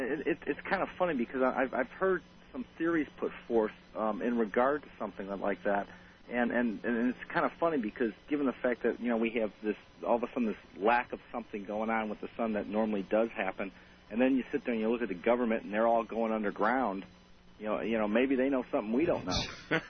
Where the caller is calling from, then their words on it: Houston, Texas, United States; I listen on KTRH 740 in Houston.